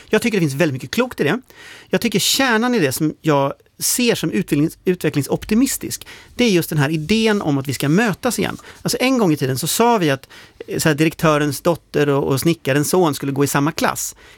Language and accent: Swedish; Gothenburg, Västra Götaland County, Sweden; Men jag är från Göteborg själv. Göteborg är en hamnstad.